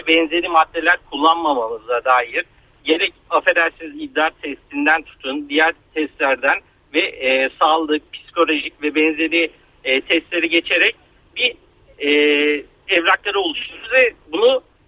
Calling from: Istanbul, Turkey; İstanbul'dan arıyorum sizi.

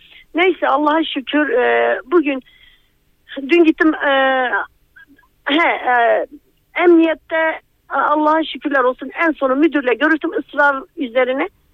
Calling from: Malatya, Turkey; Malatya merkezden arıyorum.

